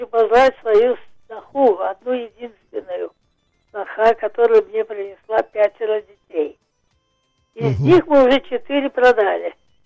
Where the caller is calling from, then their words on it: Tel Aviv, Tel Aviv District, Israel; Я из Тель-Авива